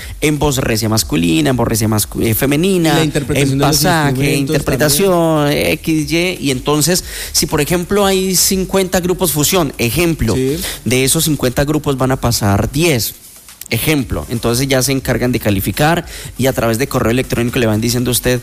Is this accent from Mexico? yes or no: no; Llanos Orientales, Colombia; como llanero que soy